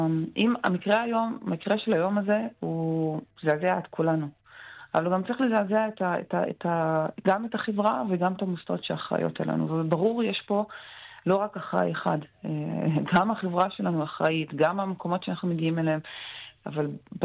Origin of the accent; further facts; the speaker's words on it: Kafr Yasif, Northern District, Israel; אבל אני אישית, אני מגיעה מכפר יסיף. בשנתיים האחרונות בכפר שלי היו 4 מקרי רצח.